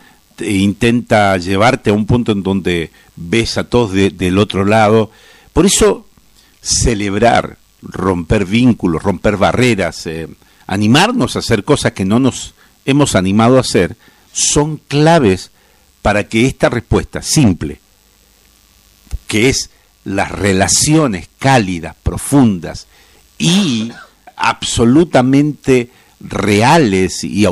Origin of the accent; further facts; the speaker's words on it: Argentina; nos pasa algo como argentinos y como latinos, es que tenemos las emociones más a flor de piel.